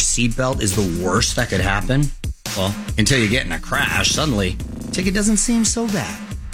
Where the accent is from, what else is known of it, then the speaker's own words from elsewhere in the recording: Chula Vista, California, United States; I'm going to throw in my hometown of Chula Vista, California